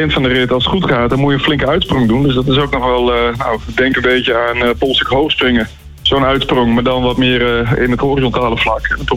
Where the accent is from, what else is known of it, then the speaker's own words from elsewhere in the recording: Friesland, Netherlands; now in Grijpskerk, Netherlands; want ik kom van oorsprong uit Friesland. Maar ik ben hier terechtgekomen in de buurt van Grijpskerk.